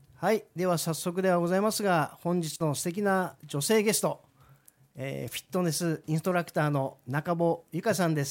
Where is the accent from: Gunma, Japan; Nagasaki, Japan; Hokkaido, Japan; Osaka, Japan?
Hokkaido, Japan; Sapporo; 私は実は豊平区なんですけども、